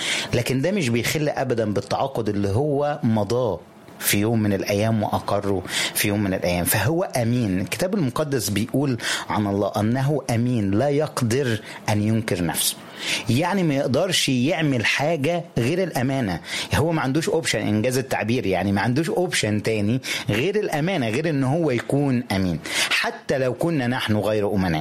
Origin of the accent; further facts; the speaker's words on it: Upper Egypt, Egypt; بيعمله الراعي عندنا في الصعيد وكده والقرية بتاعتنا